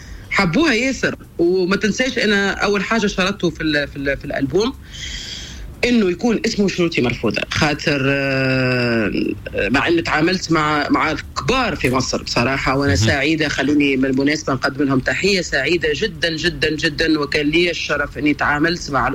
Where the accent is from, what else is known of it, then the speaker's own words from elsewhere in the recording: Tunisia; now in Kurdistan; السلام على بلادي تونس.